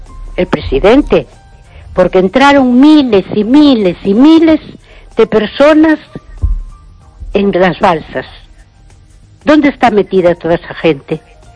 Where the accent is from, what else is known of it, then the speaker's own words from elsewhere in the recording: A Coruña, Galicia, Spain; soy de La Coruña.